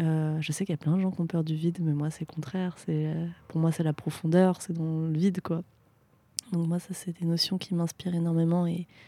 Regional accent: France; ce fait que je peux pas communiquer autant dans ma manière dont j'ai grandi en France parce que l'éducation, mais aussi au Vietnam en fait, parce que je peux pas parler vietnamien

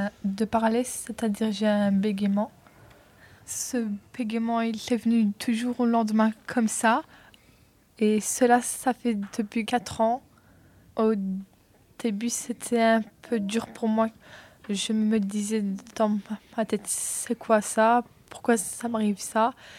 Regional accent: Belgium; born there; Moi, j'ai 14 ans. Mon père vient du Maroc et ma mère aussi, mais je suis née ici, moi.

